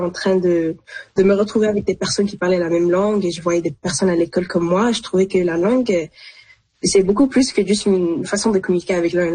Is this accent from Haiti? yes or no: no; Canada; notre identité canadienne